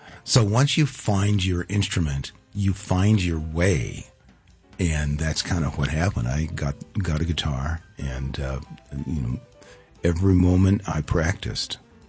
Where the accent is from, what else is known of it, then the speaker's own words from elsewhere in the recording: Sacramento, California, United States; I am from Sacramento, California. You know, the jazz hub of the world.